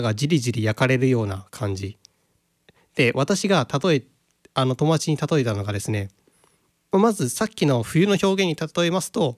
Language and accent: Japanese; Okayama, Japan; あ、でまあ私たち岡山県民はそのニュース見ながら、あ、とうとう夏が来たなっていう風に思ったりするんですけども、そう、岡山の夏も結構やっぱ